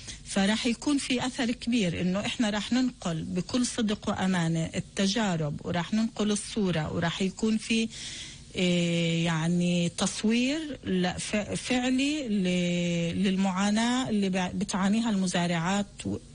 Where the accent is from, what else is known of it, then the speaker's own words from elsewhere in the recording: Palestine; وإحنا من فلسطين